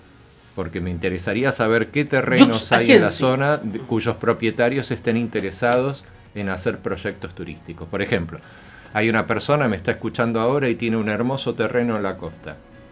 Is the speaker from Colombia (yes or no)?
no; Argentina; also born or lived in Chile; O sea, yo soy argentino y chileno y vivo mucho tiempo en el exterior.